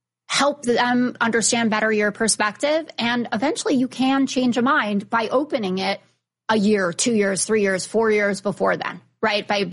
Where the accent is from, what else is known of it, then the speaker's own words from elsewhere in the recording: New York City, New York, United States; I grew up in Tribeca in New York City.